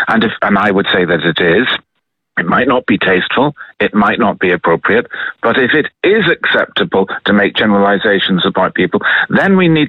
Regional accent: Northern Ireland, United Kingdom; I mean, as it happens, I'm from Northern Ireland, but Northern Ireland has its own teams.

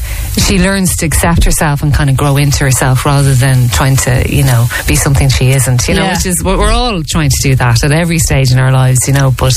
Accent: County Dublin, Ireland; where we grew up in Ballantyre and in Dundrum and kind of surrounding areas

